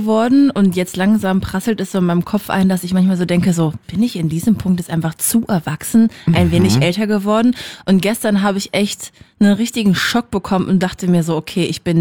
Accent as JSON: {"language": "German", "town": "Hanover", "region": "Lower Saxony", "country": "Germany", "tie": "born or raised there", "said": "Und zwar war ich in Hannover, in meiner Heimatstadt, und wollte dann zurückfahren"}